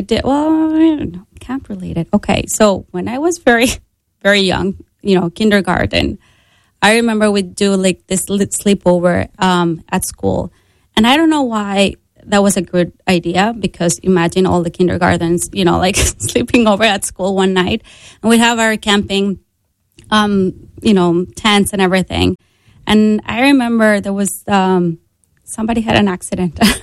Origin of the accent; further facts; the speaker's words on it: Monterrey, Nuevo León, Mexico; English is a second language; my hometown becomes our family destination now, because we go there to visit my parents and my family back in Monterrey. So that's our go-to vacation, going to Monterrey. It's a beautiful city with mountains, and it's the third largest city in Mexico.